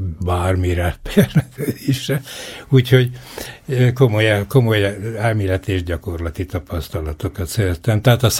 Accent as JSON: {"language": "Hungarian", "town": "Eger", "region": "Heves", "country": "Hungary", "tie": "born or raised there", "said": "Érdekes dolog, hogy tőzsgyökeres egriként a fiam Sopronba, a lányom meg Zalaegerszegen született"}